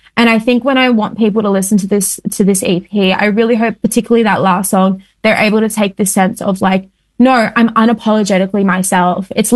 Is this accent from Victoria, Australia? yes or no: no; New South Wales, Australia